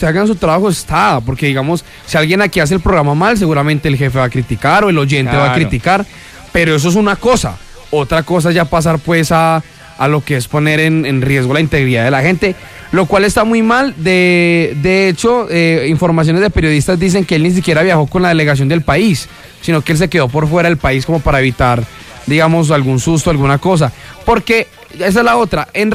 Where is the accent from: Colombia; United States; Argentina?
Colombia; Nosotros también soñábamos con seguir avanzando y sé la tristeza que hoy sentimos como colombianos.